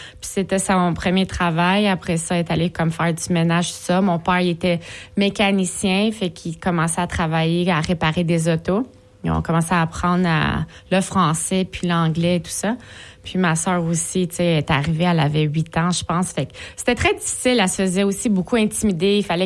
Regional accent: Blainville, Quebec, Canada; also born or lived in Montreal; moi, je suis née en 87, puis j'ai grandi à Blainville.

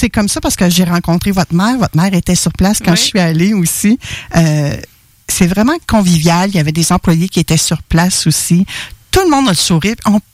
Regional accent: Quebec, Canada; parce que peut-être qu'en tant que Québécois, on n'agit pas tout à fait de la même façon

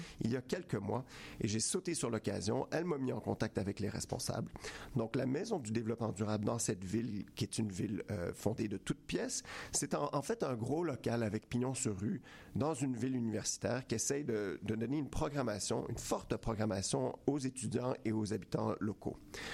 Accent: Montreal, Quebec, Canada; Je suis un néo-québécois, un immigrant. Je suis arrivé ici au Canada à 4 ans. Donc, je suis vraiment Montréalais.

